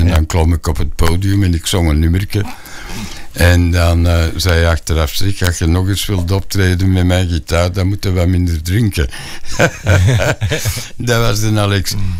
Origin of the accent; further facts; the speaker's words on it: Antwerp, Flanders, Belgium; Ik ben geboren en getogen Antwerpenaar. Ja, ja. Ik ben een echte senior, hè.